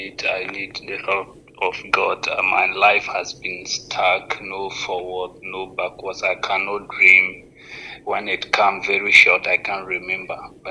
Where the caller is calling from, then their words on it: Wa, Upper West, Ghana; I'm calling from Wa Upper West.